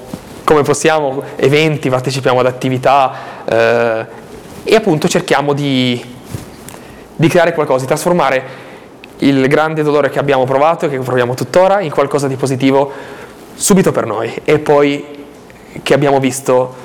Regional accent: Albenga, Liguria, Italy; noi siamo di Alvenga

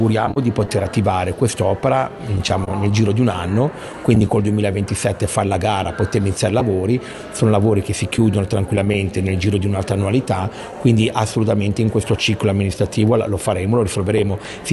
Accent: Genoa, Liguria, Italy; anche io e lei che siamo genovesi

